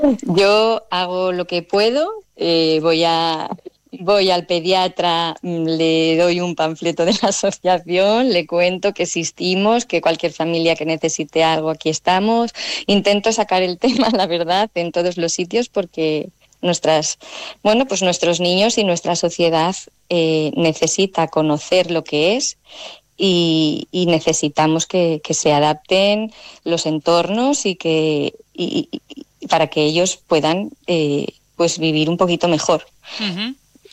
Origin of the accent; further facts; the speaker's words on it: Oviedo, Asturias, Spain; Lo que pasa que yo soy de Oviedo. Mm. Llevo aquí desde el 2018 por circunstancias personales.